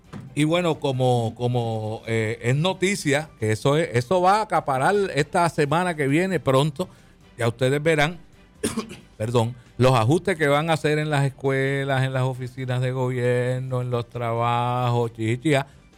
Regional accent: Puerto Rico; nosotros somos boricuas

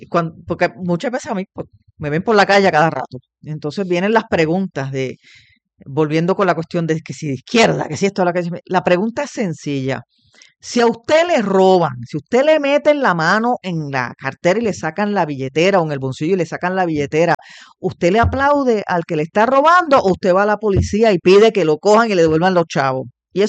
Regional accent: Puerto Rico; somos boricuas

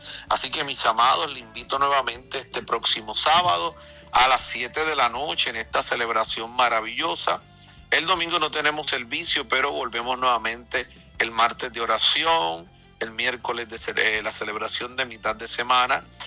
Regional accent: Puerto Rico; mi pueblo, al pueblo de Puerto Rico, al pueblo puertorriqueño

